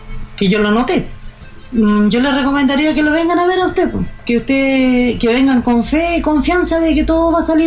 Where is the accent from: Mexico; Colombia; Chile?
Chile; San Bernardo, Santiago Metropolitan; Yo vengo de San Bernardo